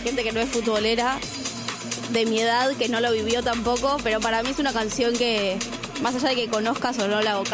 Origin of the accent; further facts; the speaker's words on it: Buenos Aires, Argentina; born there; Nací en Villa Crespo y ahora vivo acá cerquita.